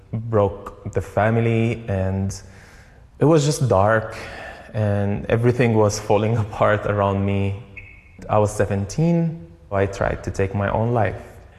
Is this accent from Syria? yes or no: yes; Damascus, Damascus Governorate, Syria; moved away as an adult; also born or lived in Amsterdam; now in San Diego, United States; I was born in Syria, in a refugee camp for stateless refugees in Damascus, Syria.